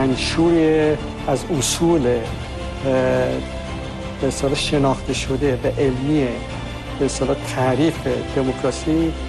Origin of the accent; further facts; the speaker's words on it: Tehran, Tehran Province, Iran; moved away as an adult; also born or lived in Shiraz / Syracuse / Pasadena; من در تهران متولد شدم، از مادری که مال آذربایجان بودن و پدری که مال تهران.